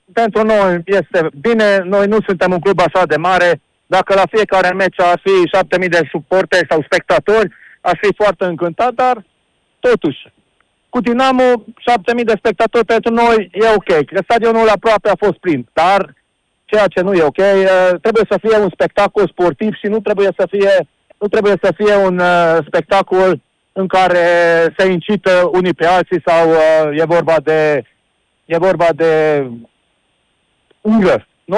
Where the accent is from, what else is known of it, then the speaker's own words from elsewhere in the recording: Sfântu Gheorghe, Székely Land, Romania; noi suntem maghiari și că noi suntem secui